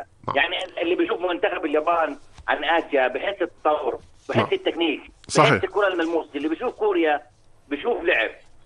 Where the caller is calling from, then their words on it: Amman, Amman Governorate, Jordan; أنا بحكيك من عمان